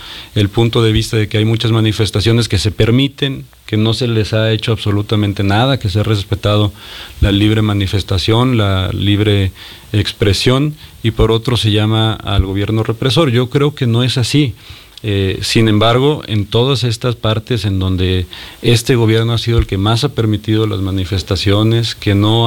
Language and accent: Spanish; Zacatecas, Mexico; después de 18 años de estar fuera de Zacatecas, de regresar a mi tierra, de regresar a donde están mis papás, a donde están mis hermanos.